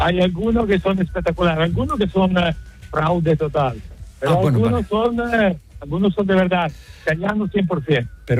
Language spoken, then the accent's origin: Spanish; Italy; Spanish is a second language; moved away as an adult; now in Spain; De hecho, venía aquí en los años 80 de vacaciones y al final me decidí vine a vivir aquí. Yo soy italiano y estos 30 años que ya vivo fijo aquí.